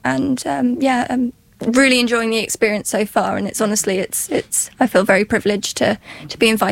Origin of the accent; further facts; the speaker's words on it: Winchester, South East England, United Kingdom; moved away as an adult; now in Plymouth, United Kingdom; And I'm from the UK, from a little place called Winchester, but I'm studying in Plymouth.